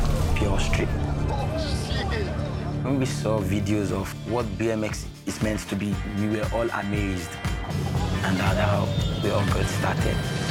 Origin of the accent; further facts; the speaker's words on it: Nigeria; Since I came from Nigeria, I always know that I was born there and from there.